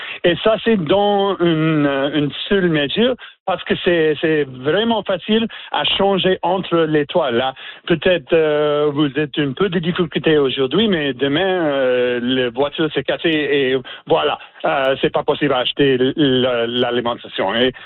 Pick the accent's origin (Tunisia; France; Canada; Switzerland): Canada; Newfoundland and Labrador; French is a second language; mais aussi il y a dans les provinces, par exemple, chez moi, en Terre-Neuve-et-Labrador, il y a un peu plus de programmes